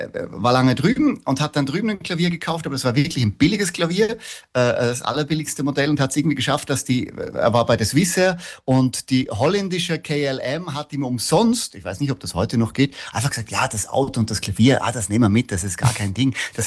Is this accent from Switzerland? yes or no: yes; Switzerland; also born or lived in Vienna; now in Berlin, Germany; Genau, ich bin von der Schweiz eigentlich ausgewandert nach Wien zuerst, 12 Jahre Wien und dann von Wien nach Berlin.